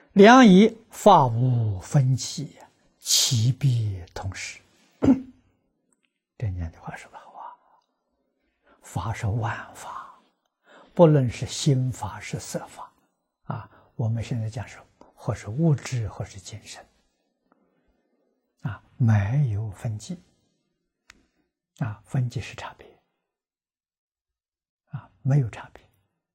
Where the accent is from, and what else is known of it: China